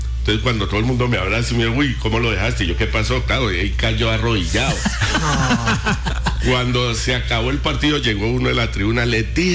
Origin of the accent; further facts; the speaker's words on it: Cali, Valle del Cauca, Colombia; de aquí de Cali